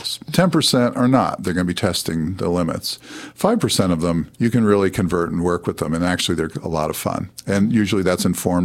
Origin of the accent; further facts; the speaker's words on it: Indianapolis, Indiana, United States; moved away; I come from Indianapolis, so with 2 million people and counting, that area is growing. Mm-hmm. Central Indiana is growing.